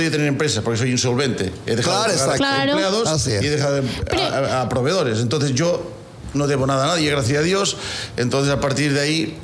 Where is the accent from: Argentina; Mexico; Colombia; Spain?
Spain; moved away as an adult; now in Quevedo, Ecuador; me atacan con que soy español